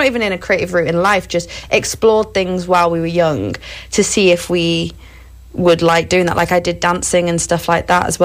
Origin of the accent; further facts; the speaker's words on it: North West England, United Kingdom; Grew up in Cheshire, which is like a little bit outside of Manchester.